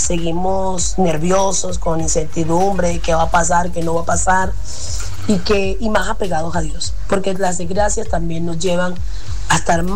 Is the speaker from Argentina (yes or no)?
no; Venezuela; now in Quibdó, Colombia; soy venezolana residente en la ciudad de Quibdó, en el departamento del Chocó, Pacífico colombiano.